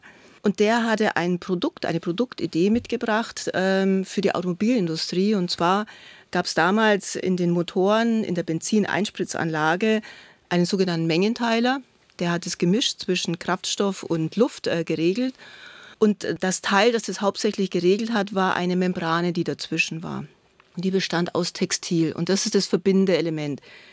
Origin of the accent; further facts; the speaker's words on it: Hof, Bavaria, Germany; Also ich bin in Hof aufgewachsen, das war damals noch das Dreiländereck.